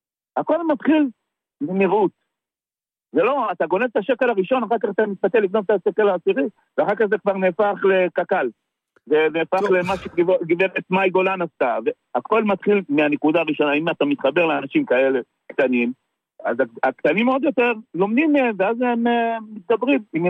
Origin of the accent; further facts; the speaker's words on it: Tel Aviv, Tel Aviv District, Israel; אני גדלתי בשכונת התקווה. לא של היום. שייחס כאל אסלן, אני בן 62. אני נולדתי על הוודי, אז היה הוודי, לא היה כביש מהיר.